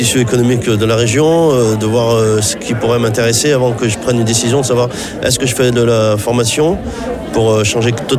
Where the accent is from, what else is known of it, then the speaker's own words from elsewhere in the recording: Saint-Étienne, Auvergne-Rhône-Alpes, France; je suis natif de Saint-Étienne. Ma vie, elle est là. Ma vie professionnelle, je l'ai faite ici. Ma vie personnelle, à 56 ans